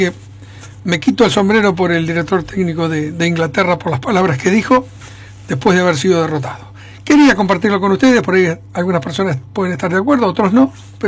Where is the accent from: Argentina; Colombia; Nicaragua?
Argentina; como un argentino más